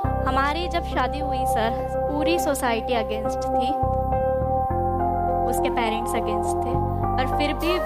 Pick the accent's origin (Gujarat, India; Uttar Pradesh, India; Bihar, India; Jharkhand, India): Gujarat, India; मैं गुजराती हूँ, मारवाड़ी है